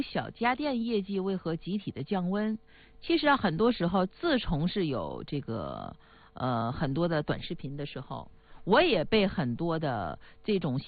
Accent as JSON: {"language": "Chinese", "region": "Northeast China", "country": "China", "said": "用我们东北话说"}